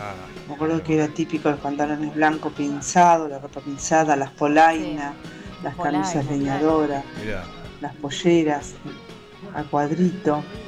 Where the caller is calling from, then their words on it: San Cayetano, Buenos Aires Province, Argentina; Soy acá de Sanca.